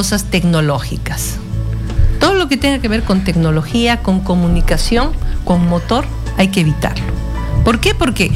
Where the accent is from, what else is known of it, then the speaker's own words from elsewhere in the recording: Huánuco, Peru; yo soy de Huánuco